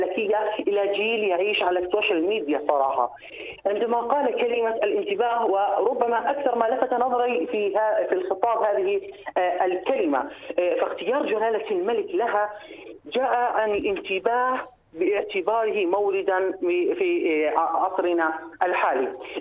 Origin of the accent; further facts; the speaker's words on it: Jordan; وماذا سنفعل كأردنيين وكشباب؟